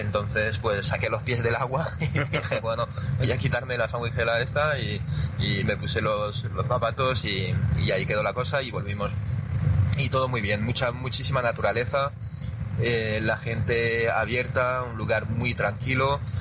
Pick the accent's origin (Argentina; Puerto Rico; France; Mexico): France; Spanish is a second language; now in Spain; yo siendo francés ahora estoy en España y ya sé lo que es cambiar de país, lo que es cambiar de idioma